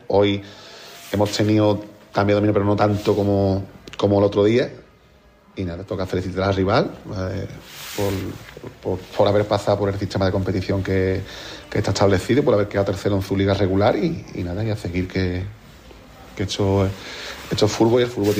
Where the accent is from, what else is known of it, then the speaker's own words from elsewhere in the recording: Jerez de la Frontera, Andalusia, Spain; me he sentido querido aquí en mi club, en mi tierra